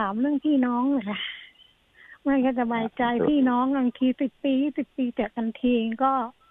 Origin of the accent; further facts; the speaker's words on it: Samut Songkhram, Thailand; born there; เกิดที่สมุทรสงคราม